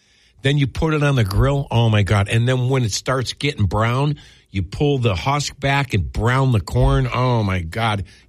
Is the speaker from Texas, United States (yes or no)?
no; Ohio, United States; I'm from Ohio.